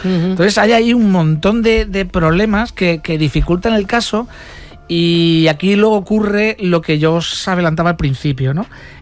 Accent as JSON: {"language": "Spanish", "region": "Region of Murcia", "country": "Spain", "said": "yo como murciano, que no soy de aquí"}